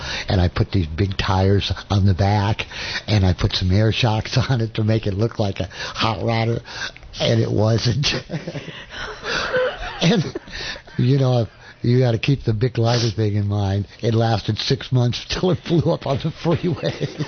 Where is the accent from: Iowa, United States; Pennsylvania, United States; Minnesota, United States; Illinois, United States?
Iowa, United States; I grew up in Iowa in the 60s, so I was just a little kid. I'm the oldest of six kids